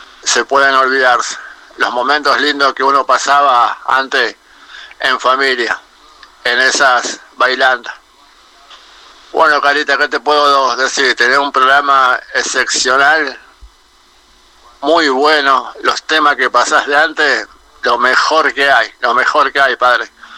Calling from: Puerto Gaboto, Santa Fe, Argentina; de Puerto Gaboto.

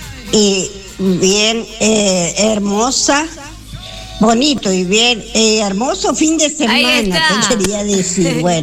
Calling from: Costa de Araujo, Mendoza, Argentina; de acá de Costa de Araujo, La Valle, Mendoza.

